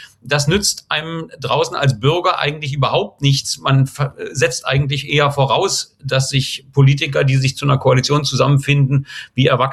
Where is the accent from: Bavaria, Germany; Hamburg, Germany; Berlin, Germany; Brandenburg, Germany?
Berlin, Germany; Ich bin in Köpenick aufgewachsen. Das ist gleich nebenan.